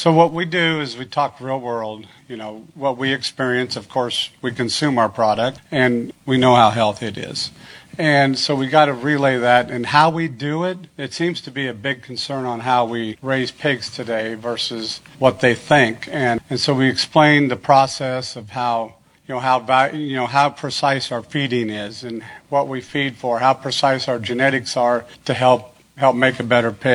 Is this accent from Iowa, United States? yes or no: yes; Washington, Iowa, United States; I'm from Washington, Iowa, Washington County, Southeast Iowa.